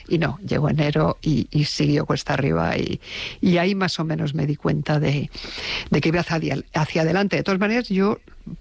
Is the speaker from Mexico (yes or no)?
no; Spain; Nosotros, que somos los españoles muy malos aprendices de inglés